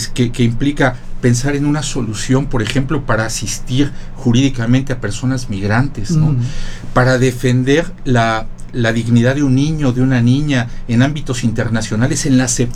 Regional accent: Mexico; somos muchos mexicanos

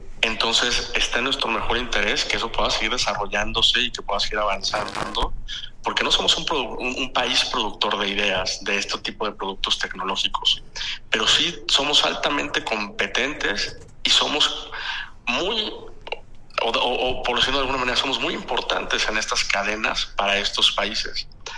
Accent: Mexico

